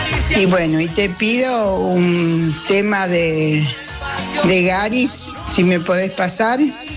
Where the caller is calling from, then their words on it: San Jorge, Santa Fe, Argentina; de San Jorge, te estoy escuchando por la 88.5.